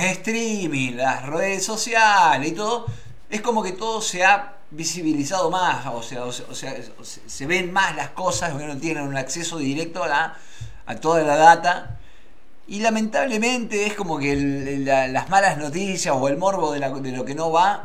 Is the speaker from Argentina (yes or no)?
yes; Argentina